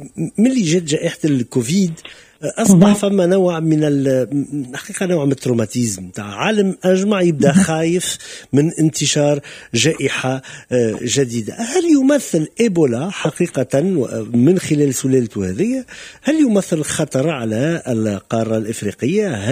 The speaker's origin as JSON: {"language": "Arabic", "country": "Tunisia"}